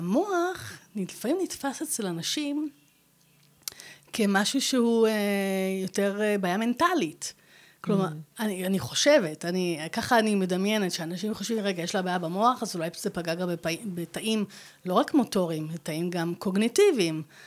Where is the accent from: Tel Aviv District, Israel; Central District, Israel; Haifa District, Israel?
Haifa District, Israel; Hadera; אני באתי מחדרה. זה עיר קטנה מאוד, מאוד לא מפותחת. קטנה, נחמדה, באמת, באתי מבית צנוע מאוד.